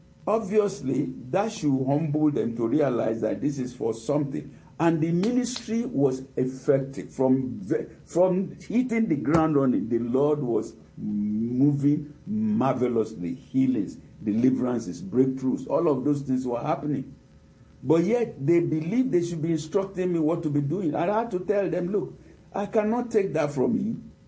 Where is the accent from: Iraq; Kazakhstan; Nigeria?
Nigeria; We grew up together in Nigeria